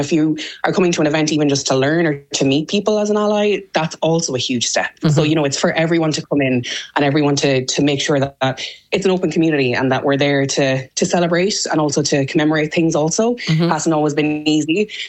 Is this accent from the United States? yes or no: no; Leinster, Ireland; now in Kilkenny, Ireland; So I'm not originally from Kilkenny. I'm one of those blow-ins that, those pesky blow-ins. But I'm from Westmeath, and we would not have had a Pride.